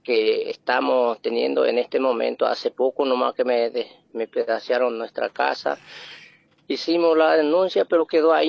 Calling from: Boquerón, Paraguay; acá en el departamento de Boquerón, zona Pedro Pepeña, El Solitario se llama el lugar denominado donde estamos nosotros. Hay una escuela que es número 4900, El Solitario.

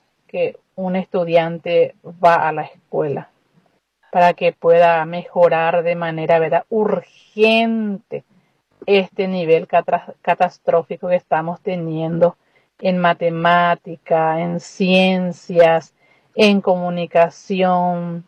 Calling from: San Pedro, Paraguay; soy de San Pedro, de una escuela rural

